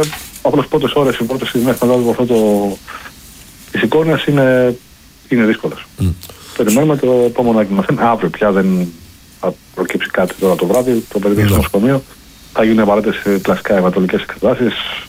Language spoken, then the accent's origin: Greek; Greece; εμείς ως Έλληνες